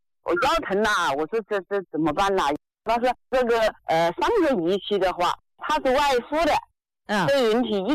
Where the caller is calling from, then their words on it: Tianmen, Hubei, China; 我是天门，住在天门东湖豪庭，在这个东湖边。